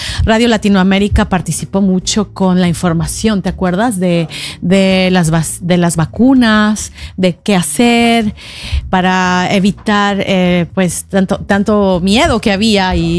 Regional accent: Mexico City, Mexico; Sí, soy de la Ciudad de México y con MIR estoy desde el 2018.

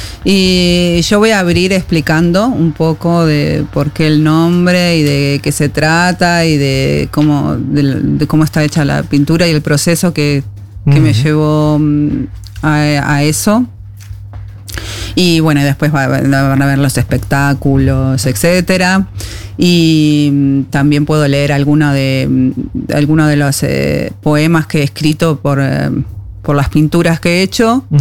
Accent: Uruguay; moved away; en Uruguay hace 13, 14

